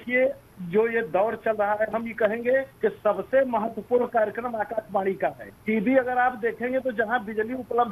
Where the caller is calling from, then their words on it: Lakhanpura, Uttar Pradesh, India; हम लखनपुरा से बोल रहे हैं, जो सोनभद्र जिले में है, रावर्स जंग तहसील में।